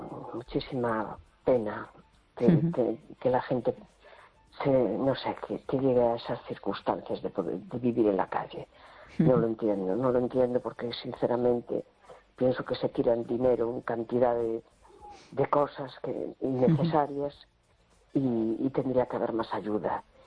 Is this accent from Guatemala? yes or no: no; A Coruña, Galicia, Spain; Hola, buenas noches … de La Coruña.